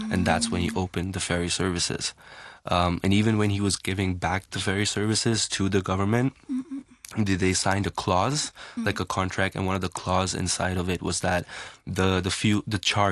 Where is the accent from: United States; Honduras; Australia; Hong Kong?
Hong Kong; I am an Indian Hong Konger.